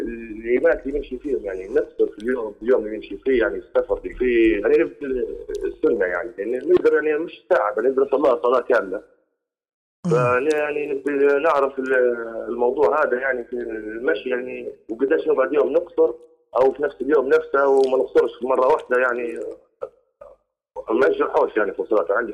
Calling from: Tripoli, Tripoli District, Libya; أنا طبعا من طرابلس، في طرابلس، لكن نمشي يعني مصراتة مرة بعد شهر مرة شهرين

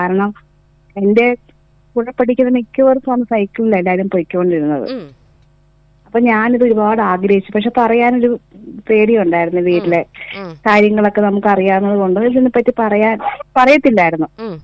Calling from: Karunagappally, Kerala, India; കരുനാഗപ്പള്ളിന്ന്.

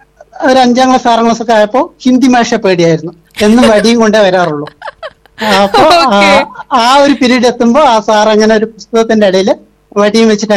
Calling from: Melepokkanthodu, Kerala, India; മേലെപ്പോക്കാന്തോട്.

